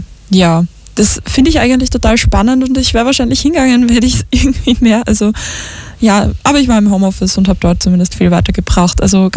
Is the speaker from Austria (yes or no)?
yes; St. Pölten, Lower Austria, Austria; born or raised there